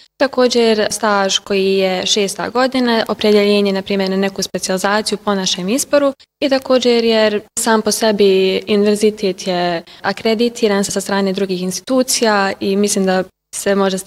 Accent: Sarajevo, Federation of Bosnia and Herzegovina, Bosnia & Herzegovina; dolazim iz Sarajeva.

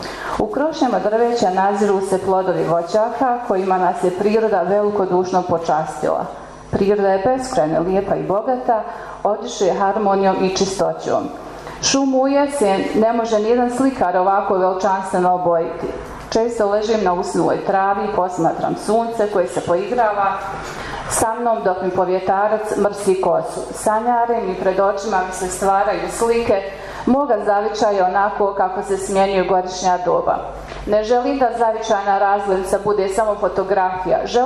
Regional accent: Neretvica, Federation of Bosnia and Herzegovina, Bosnia & Herzegovina; Moj zavičaj, moja Neretvica, bogata je kulturnim i prirodnim bogatstvima, prije svega dobrim ljudima.

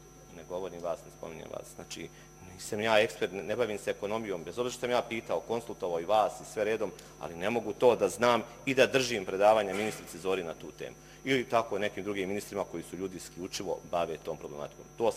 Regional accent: Herzegovina, Bosnia & Herzegovina; iz grada odakle ja dolazim iz Hercegovine

